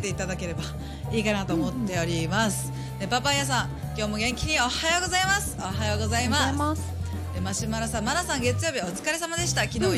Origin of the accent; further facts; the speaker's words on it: Ishigaki, Okinawa, Japan; 私どこ中とか言われても石垣出身だから